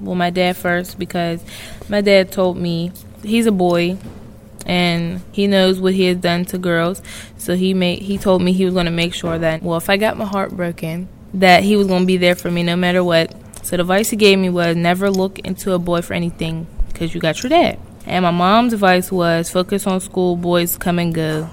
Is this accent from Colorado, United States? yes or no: no; Pittsburgh, Pennsylvania, United States; I grew up on the east side in Homewood. It wasn't really a nice neighborhood, but it was a neighborhood. Back in the day, it wasn't as bad as it looks now, but it's still the same.